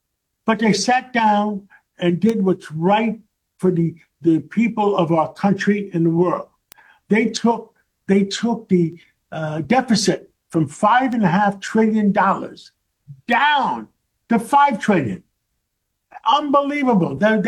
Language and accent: English; New York, United States; I grew up in Harlem on 135th Street, between Broadway and Amsterdam Avenue by City College, by Lewisohn Stadium up there. I went to PS 192, 137th Street. And in those days, we walked through Harlem all the time.